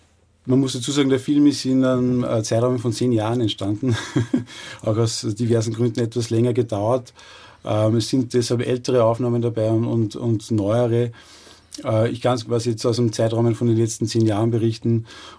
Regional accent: Austria; Und das fängt ja an bei uns in Österreich, wie die ganzen Hilfsorganisationen Afrika darstellen.

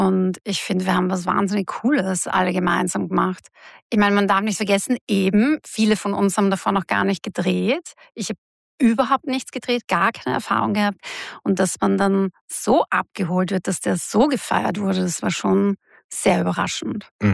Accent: Salzburg, Austria; Und ich bin ja aus Salzburg, es ist ja sehr nahe. zu dem Dialekt vor Ort.

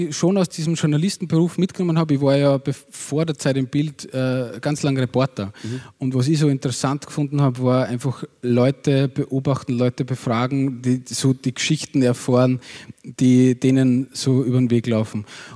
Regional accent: Upper Austria, Austria; Also bei uns im Innviertel gibt es die Liedertafel. Das war das Einzige.

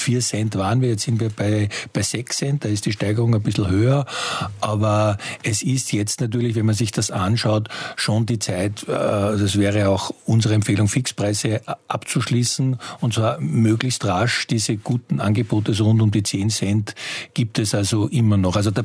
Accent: Austria; wir können uns als Österreicher

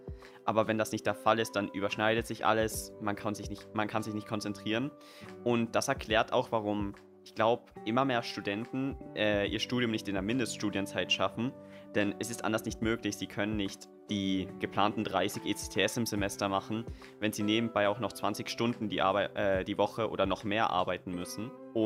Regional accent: Tyrol, Austria; denn ich komme ja aus Osttirol, aber ich studiere ja in Kärnten.

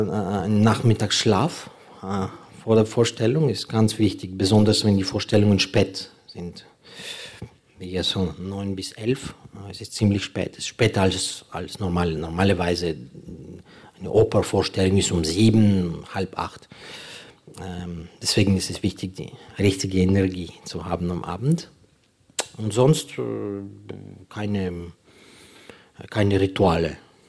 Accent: Ukraine; German is a second language

